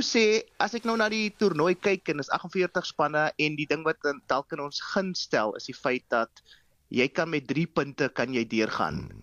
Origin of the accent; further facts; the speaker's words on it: Cape Town, Western Cape, South Africa; as jy met Kapenaars praat, ons wil altyd met ons monne uitspoor